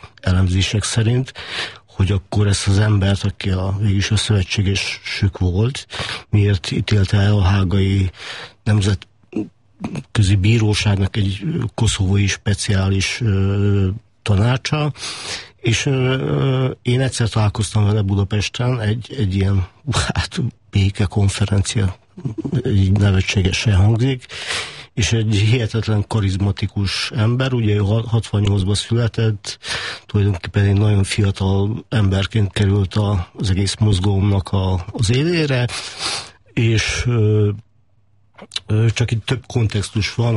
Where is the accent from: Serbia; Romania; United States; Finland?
Serbia; Vojvodina; vajdasági magyar származású vagyok